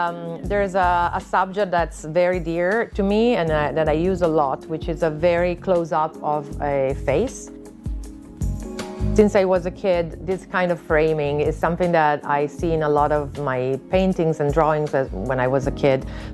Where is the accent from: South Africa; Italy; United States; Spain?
Italy; Milan, Lombardy; I am an artist from Milano, Italy.